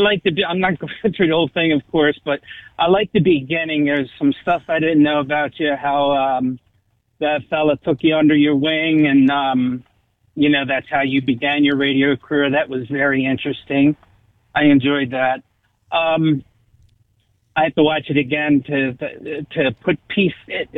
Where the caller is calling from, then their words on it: Delaware, United States; from Delaware.